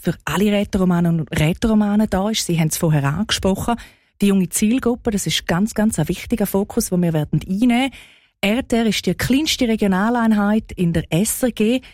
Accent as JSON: {"language": "German", "region": "Graubünden", "country": "Switzerland", "tie": "born or raised there", "moved": "as an adult", "lives_now": "Italy", "said": "Ich bin im Kanton Graubünden aufgewachsen."}